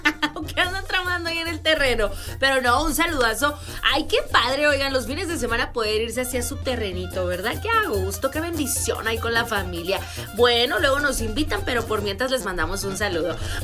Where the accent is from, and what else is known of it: Mexico